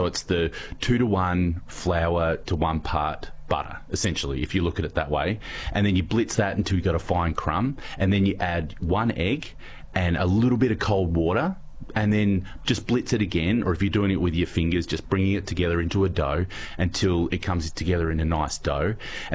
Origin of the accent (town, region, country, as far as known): Adelaide, South Australia, Australia; born or raised there